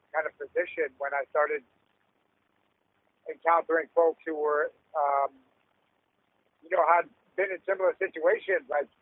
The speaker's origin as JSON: {"language": "English", "country": "Canada", "said": "the state that we were in as a Canadian society"}